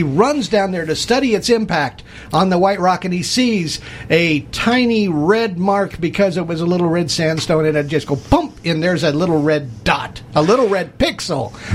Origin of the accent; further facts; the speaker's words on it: Los Angeles, California, United States; I was raised in Los Angeles and Hollywood movies and everything